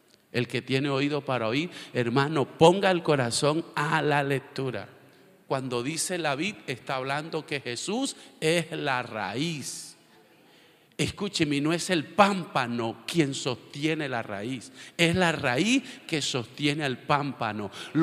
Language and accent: Spanish; La Guajira, Colombia; la casa donde mis padres, que me dejaron mis padres en La Guajira, la casa que me dejó mi papá y mi mamá, a mí y a mi hermana